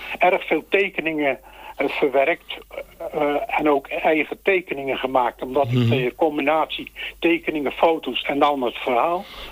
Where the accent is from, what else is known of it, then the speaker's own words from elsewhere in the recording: Delft, South Holland, Netherlands; moved away; ik ben Delftenaar, oud-Delftenaar.